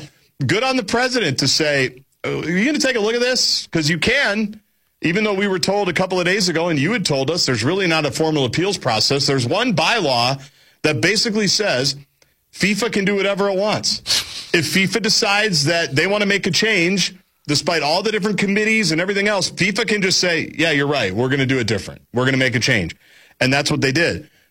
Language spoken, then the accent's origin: English; Edina, Minnesota, United States; My hometown of Edina